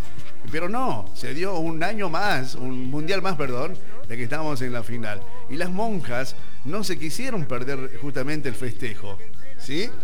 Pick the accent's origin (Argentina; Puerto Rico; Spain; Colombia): Argentina; Así estamos nosotros, así somos los argentinos.